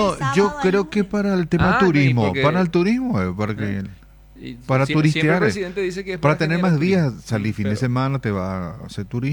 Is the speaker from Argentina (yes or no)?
no; Paraguay